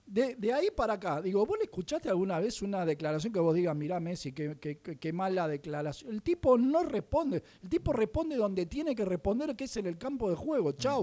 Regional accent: Mercedes, Soriano, Uruguay; moved away; allá en mi ciudad, en Mercedes, en Uruguay

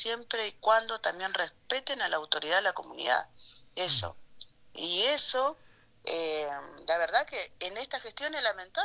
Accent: Santa Fe, Argentina; somos santafesinos.

